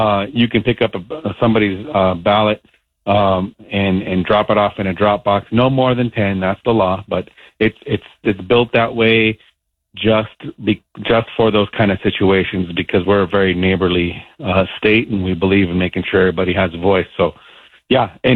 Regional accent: United States; born there; I was born here. I'm American, just like anybody else.

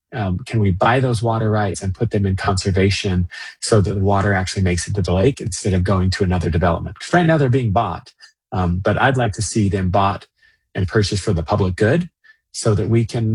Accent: West Bountiful, Utah, United States; I grew up in West Bountiful, Utah, on the shores of the Great Salt Lake.

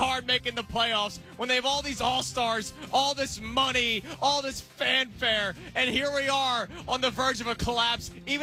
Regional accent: Philadelphia, Pennsylvania, United States; All right, you know I'm from Philadelphia.

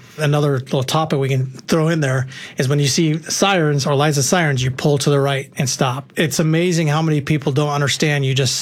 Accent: Phoenix, Arizona, United States; So I'm from here. I'm a native from Arizona, and I remember like Shea Boulevard or Glendale were like as far north as you could possibly go

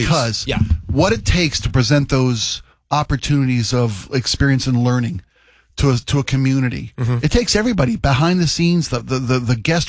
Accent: Baltimore, Maryland, United States; I was raised in the Baltimore area

